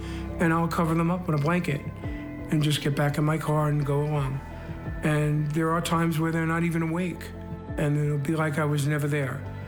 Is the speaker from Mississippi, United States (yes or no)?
no; New York City, New York, United States; Growing up in Brooklyn, New York, we had no heat in our bedrooms.